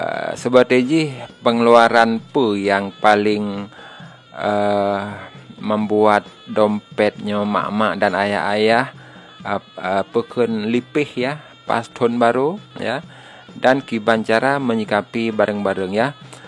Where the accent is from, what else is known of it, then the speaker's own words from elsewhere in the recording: Aceh, Indonesia; Tanyo bangga sebagai warga Aceh na uro pendidikan daerah yang penuh sejarah.